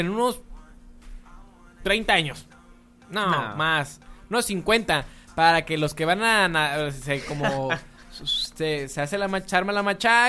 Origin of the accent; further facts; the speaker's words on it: Mexico; no estamos exentos los mexicanos